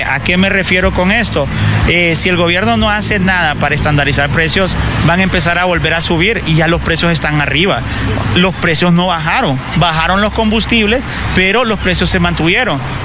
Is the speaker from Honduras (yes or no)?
yes; Honduras; nosotros como pueblo hondureño